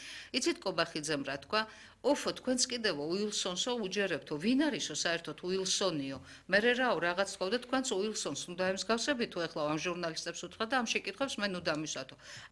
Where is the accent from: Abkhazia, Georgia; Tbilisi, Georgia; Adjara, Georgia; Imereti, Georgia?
Abkhazia, Georgia; აფხაზეთიდან ვარ არც ახლი არც კარიო და სამწუხაროა